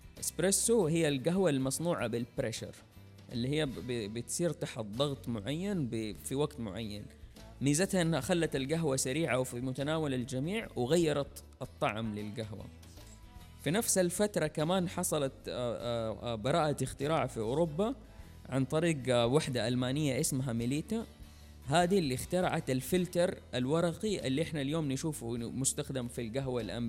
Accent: Saudi Arabia; عندنا في السعودية

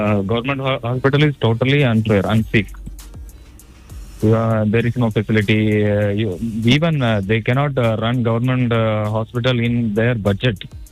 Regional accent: Tamil Nadu, India; I'm from Tamil Nadu.

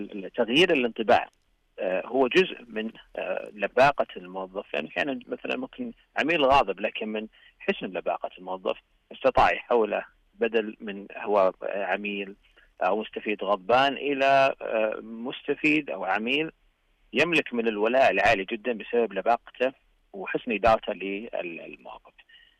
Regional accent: Saudi Arabia; أولا كمسلمين، ثانيا كسعوديين

